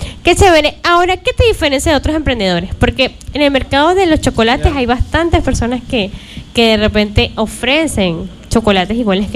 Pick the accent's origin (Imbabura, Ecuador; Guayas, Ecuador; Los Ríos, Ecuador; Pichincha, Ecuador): Los Ríos, Ecuador; Buena Fe; Claro, yo soy de Buena Fe